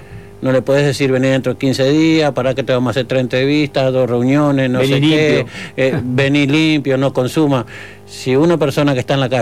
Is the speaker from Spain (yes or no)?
no; Argentina; now in Uruguay; En mi caso, yo soy argentino, vine de allá de Argentina